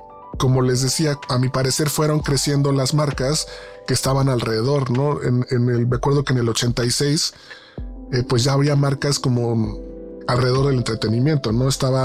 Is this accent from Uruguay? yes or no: no; Mexico; Soy mexicano, soy pambolero, mezcalero